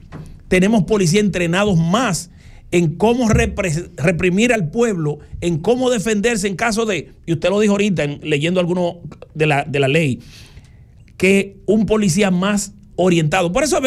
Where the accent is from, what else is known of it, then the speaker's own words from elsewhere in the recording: Dominican Republic; Somos dominicanos.